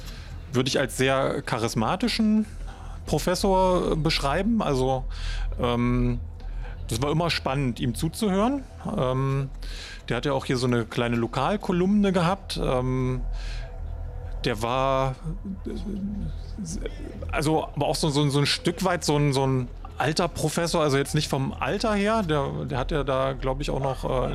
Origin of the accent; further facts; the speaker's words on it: East Germany, Germany; moved away; Also ich komme ursprünglich aus dem Osten und ich habe halt nach der Wende, das ist ja so hier Baseballschlägerjahre oder also Skinheads und Rechte waren ein sehr präsenter Bestandteil meiner Jugend